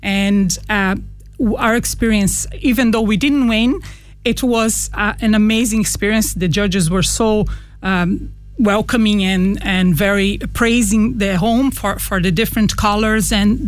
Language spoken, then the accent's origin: English; Leinster, Ireland; now in Galway, Ireland; Well, I live in Galway for the last 5 years and I came from Westmead before